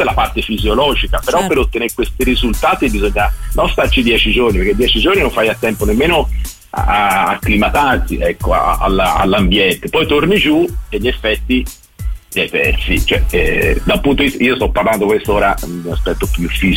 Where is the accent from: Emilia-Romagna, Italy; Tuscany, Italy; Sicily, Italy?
Tuscany, Italy; Florence; La piazza, si sa tutti, sono fiorentino e tipo Fiorentina da sempre